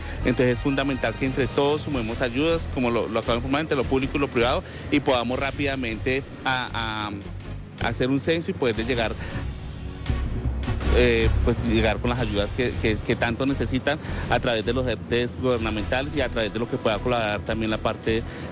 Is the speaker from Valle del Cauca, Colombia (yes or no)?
no; Tolima, Colombia; esa solidaridad tan que nos caracteriza a nosotros como colombianos, como tolimenses